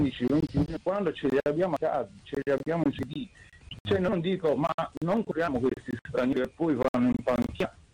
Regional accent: Cagliari, Sardinia, Italy; Io sono di Cagliari, Porta Cagliari, però sono romanista.

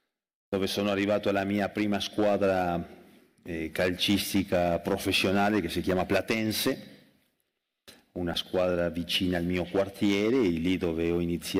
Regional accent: Buenos Aires, Argentina; Italian is a second language; moved away as an adult; also born or lived in Rouen, France / Monaco; sono nato io a Rouen nell'anno 77, e dopo, alla fine del contratto del mio padre, siamo rientrati in Argentina, no? Allora, anche se in quel momento i miei ricordi verso la Francia non erano molto, molto nitidi, sono cresciuto a Buenos Aires, come lo hai detto tu, a Florida

